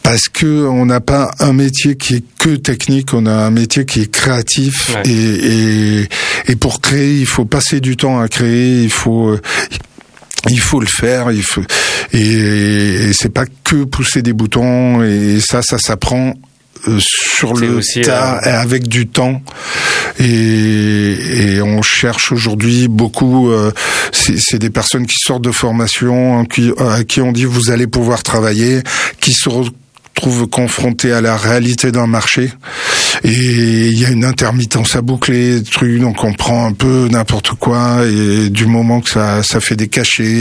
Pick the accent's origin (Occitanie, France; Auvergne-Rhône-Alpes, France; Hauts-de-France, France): Occitanie, France